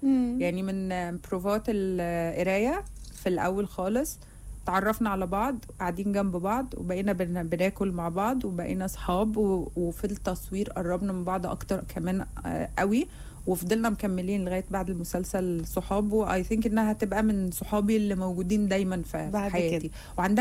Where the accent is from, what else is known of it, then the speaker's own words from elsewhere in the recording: Jordan; عندنا في الاردن ردح مالوش هو الردح مميز